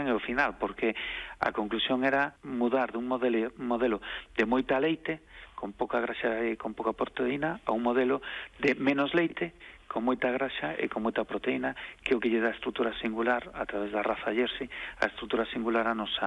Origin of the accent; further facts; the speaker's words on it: Galicia, Spain; do cual estamos orgullosísimos, como galegos e como productores dese sector primario.